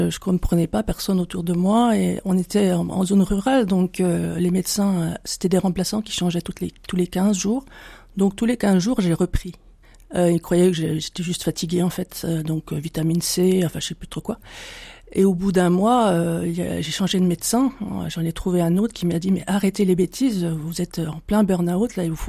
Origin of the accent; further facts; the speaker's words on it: Besançon, Bourgogne-Franche-Comté, France; Je suis originaire de Besançon.